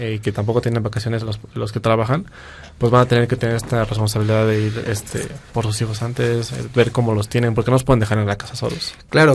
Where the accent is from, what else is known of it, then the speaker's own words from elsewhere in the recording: Mexico; Ya soy mexicano, entonces puedo contaminar mi